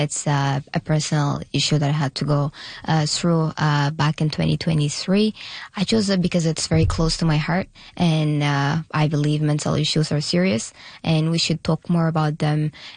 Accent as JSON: {"language": "English", "region": "Khartoum", "country": "Sudan", "tie": "born or raised there", "also_born_or_lived": "Eritrea", "moved": "as an adult", "lives_now": "Ottawa, Canada", "said": "I'm originally from Eritrea, but I grew up in Khartoum, Sudan. That's where I was born and raised, and now I went to college there as well. And then 2023, I came here."}